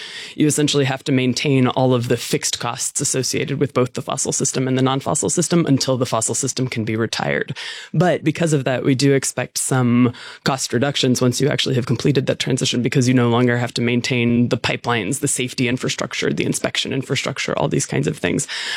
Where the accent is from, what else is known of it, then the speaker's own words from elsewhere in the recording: United States; as an American